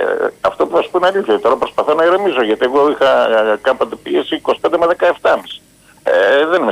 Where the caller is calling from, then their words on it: Keratsini, Attica, Greece; είμαι από το Κερατσίνη.